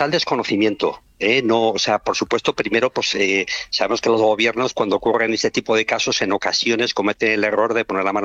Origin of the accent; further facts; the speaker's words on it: Pamplona, Navarre, Spain; el piso en el que vivía en Pamplona, muy cerca al Colegio de Jesuitas, donde yo había estudiado, yo soy de Pamplona.